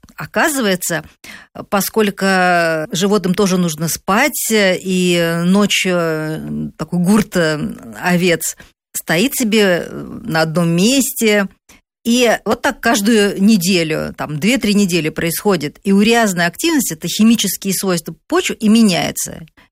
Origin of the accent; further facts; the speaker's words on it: Moscow, Russia; я москвичка, родилась в Москве